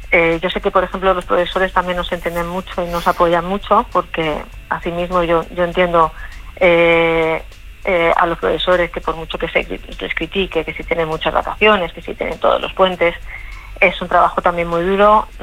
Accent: Madrid, Community of Madrid, Spain; Pues mira, soy de Madrid, pero en estos momentos estoy de vacaciones en el Mediterráneo.

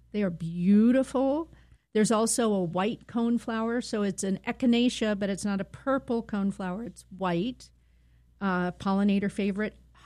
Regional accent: Pennsylvania, United States; now in Minnesota, United States; When I grew up in Pennsylvania, we could get the pink and the blue hydrangeas

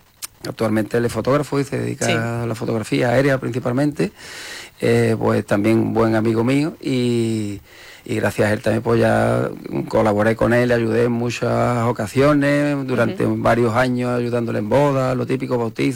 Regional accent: Morón de la Frontera, Andalusia, Spain; Soy de Morón. me gusta y me encanta Morón, y entonces mi mirada hacia Morón es especial en ese aspecto, ¿no?

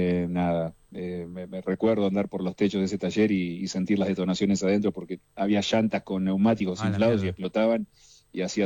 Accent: Tandil, Buenos Aires Province, Argentina; yo soy de Tandil.

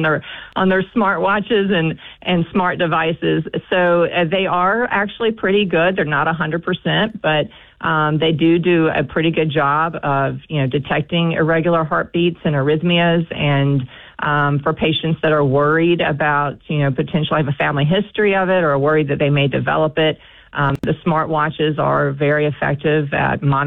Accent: Chattanooga, Tennessee, United States; I'm very glad to be back in my hometown community, and it's been wonderful being back in Chattanooga.

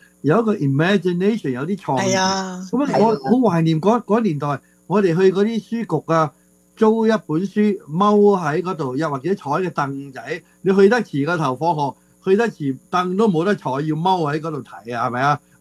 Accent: Vietnam; moved away; also born or lived in Taiwan; 我喺越南长大，虽然嗰阵时系越战啫，即系都晚晚都炮火啊。

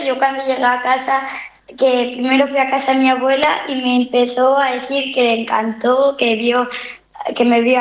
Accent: Asturias, Spain; born there; Para el Cristo, que es la fiesta de mi pueblo.

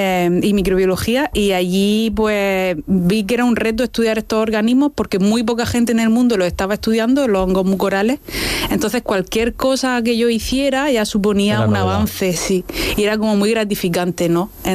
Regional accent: Region of Murcia, Spain; moved away as an adult; Y después de unos años fuera, pues yo soy murciana y me apetecía venir a casa.

